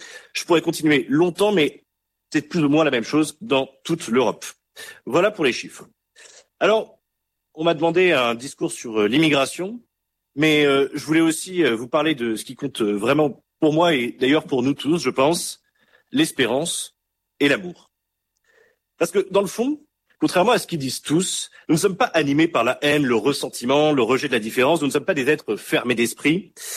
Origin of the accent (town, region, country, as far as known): France